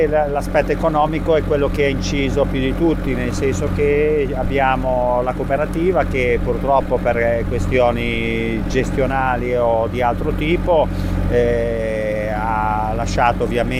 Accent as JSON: {"language": "Italian", "town": "Camogli", "region": "Liguria", "country": "Italy", "tie": "born there", "said": "Devo dire che sono nato a Camogli, ho vissuto la mia barchetta e quindi direi che la pesca ce l'ho dentro."}